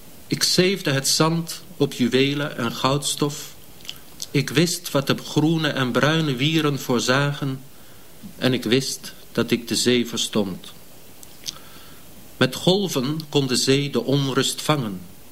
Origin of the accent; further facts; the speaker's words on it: The Hague, South Holland, Netherlands; also born or lived in Amsterdam; Namelijk toen ik in Scheveningen woonde. Ik ben in Amsterdam geboren, maar ik ben in Scheveningen opgegroeid.